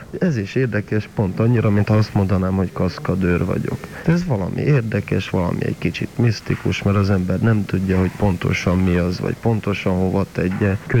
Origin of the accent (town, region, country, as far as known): Hungary